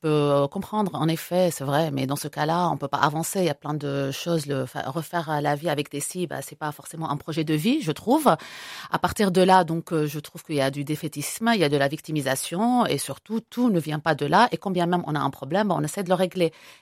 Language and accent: French; Lebanon; ben nous, en tant que Libanais, on trouve ça bien de reprendre cette chose-là.